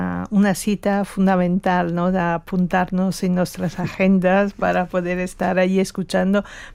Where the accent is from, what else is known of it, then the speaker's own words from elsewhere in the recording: Italy; Spanish is a second language; moved away; me ha acompañado en toda mi formación desde muy pequeña, claro, en Italia.